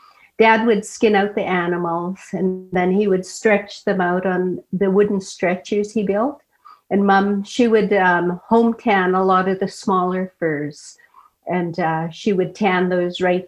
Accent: Teslin, Yukon, Canada; born or raised there

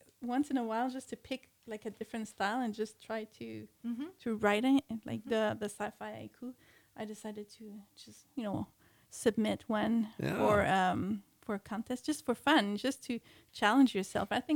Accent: Quebec, Canada; now in Yukon, Canada; And I'm from Quebec

